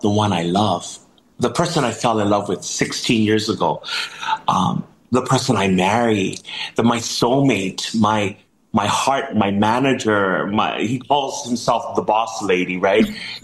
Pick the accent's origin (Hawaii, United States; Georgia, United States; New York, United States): Hawaii, United States; Hilo; also born or lived in Kona, Hawaii; now in Maui, United States; Hilo, my hometown, is drenched, rainy, moldy, right? And Hilo's the capital of hula, Mary Mauna Kula Festival.